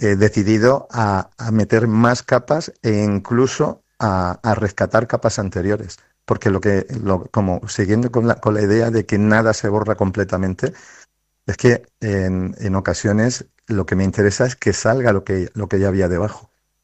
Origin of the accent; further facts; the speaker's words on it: Torrevieja, Valencian Community, Spain; born there; o sea, yo soy nacido en Torrevieja